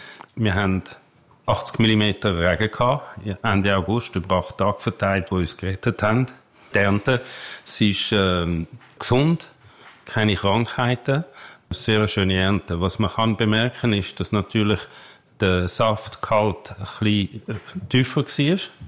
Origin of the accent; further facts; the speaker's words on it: Herliberg, Zurich, Switzerland; also born or lived in Basel; Und aufgewachsen in Herliberg, tatsächlich an der Goldküste, ab ganz oben. In Wetzwil in die Schule. Das ist sehr ländlich gewesen.